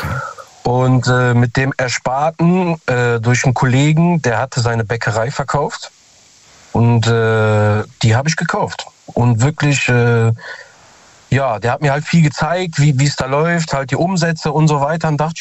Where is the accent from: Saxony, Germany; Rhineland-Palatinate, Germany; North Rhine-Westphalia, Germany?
North Rhine-Westphalia, Germany; Cologne; aber ich bin ja aus Köln, Nordrhein-Westfalen und so.